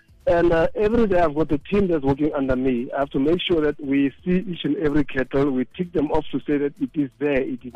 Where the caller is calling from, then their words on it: Kimberley, Northern Cape, South Africa; From Kimberley, Northern Cape.